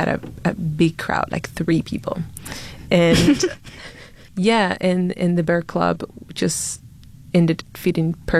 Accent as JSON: {"language": "English", "country": "Dominican Republic", "said": "Again, I am not from this country. Right. I'm from Dominican Republic. We don't have cardinals there."}